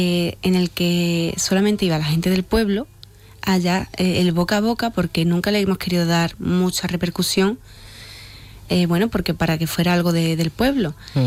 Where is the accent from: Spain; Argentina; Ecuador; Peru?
Spain; Aroche, Andalusia; Yo en ese tiempo era guía de turismo de mi pueblo.